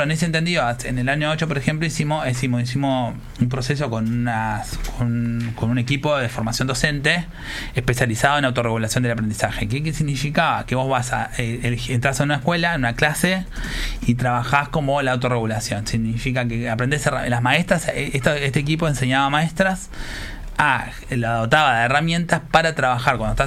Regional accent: Uruguay

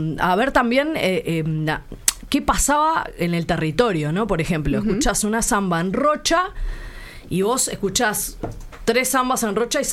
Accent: Santiago del Estero, Argentina; Que la hicimos cuando vinimos de Santiago del Estero.

